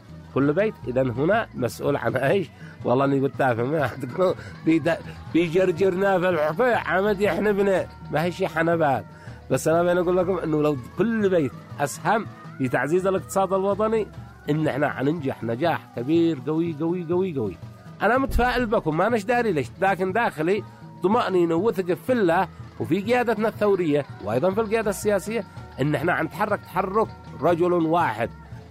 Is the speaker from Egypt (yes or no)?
no; Yemen; أنا يمني وأفتخر بمنتجي الزراعي اليمني. أنا يمني وأستهلك محصول أرضي.